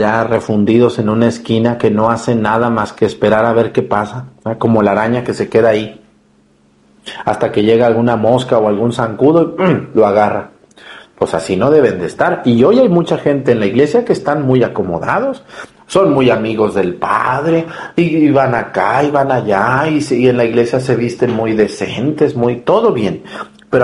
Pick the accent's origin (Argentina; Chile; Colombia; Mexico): Mexico; Mexticacán, Jalisco; moved away; Mesticacán, mi pueblo.